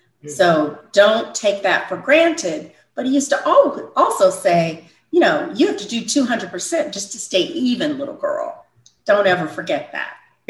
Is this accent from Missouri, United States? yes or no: yes; St. Louis, Missouri, United States; also born or lived in Kansas City; I am the daughter of … born and raised in St. Louis, Missouri. Raised, educated, and started my professional life there. I'm also a wife and a mother.